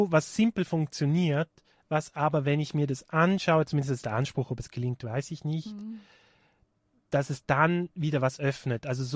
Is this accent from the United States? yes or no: no; Rhine Valley, St. Gallen, Switzerland; now in Innsbruck, Austria; ich bin halt im Rheintal aufgewachsen und wir sind dann nach St. Gallen Ausgang gegangen